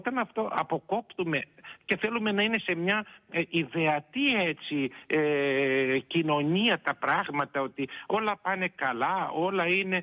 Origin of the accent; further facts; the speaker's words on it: Eastern Macedonia and Thrace, Greece; now in Athens, Greece; εγώ είμαι από την επαρχία πάνω από την Ορεστιάδα του Εύρου. Τώρα φυσικά επί 30 χρόνια είμαι κληρικός εδώ στην Ιεράρχη Επισκοπή Αθηνών.